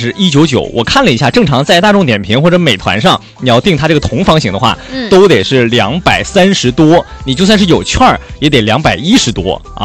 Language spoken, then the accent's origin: Chinese; northern China, China; now in Hainan, China; 像我们老家那边基本上也都是只有30度出头。